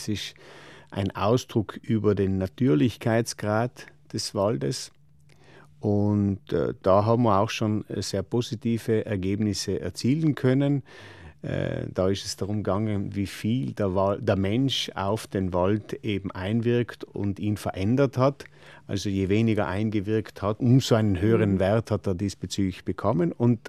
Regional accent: Trentino-Alto Adige, Italy; wir als Südtiroler, wir leben ja in einem Gebirgsland

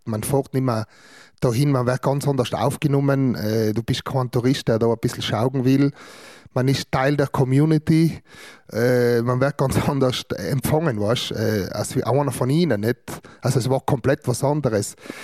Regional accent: Trentino-Alto Adige, Italy; dass ich da als Südtiroler, Tiroler, Europäer überhaupt da an dem teilnehmen darf

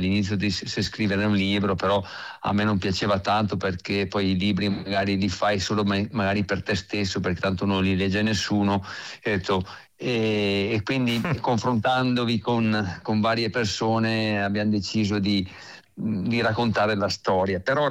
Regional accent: Trentino-Alto Adige, Italy; A parte che Trento, il Trentino è la mia terra

